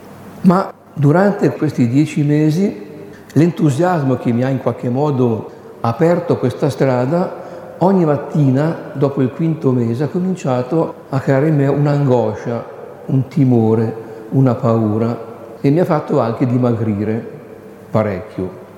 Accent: Lombardy, Italy; born there; now in Germagno, Italy; vengo da Lombardia come nascita

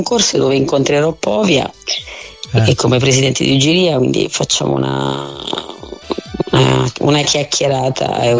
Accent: Lesina, Apulia, Italy; è il primo concerto che faccio a Liesina, perché io mi esibisco un po' dappertutto, ma nel mio paese quasi mai.

